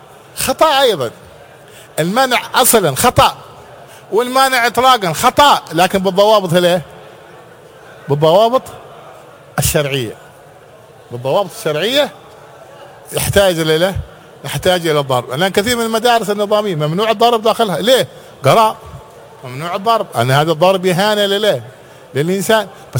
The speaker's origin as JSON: {"language": "Arabic", "region": "Hadhramaut", "country": "Yemen", "said": "نحن عندنا في حضرموت"}